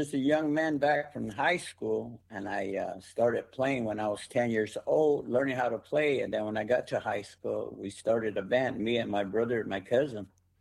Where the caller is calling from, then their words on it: Arizona, United States; I am calling from Arizona, from the Hilo River Indian Community.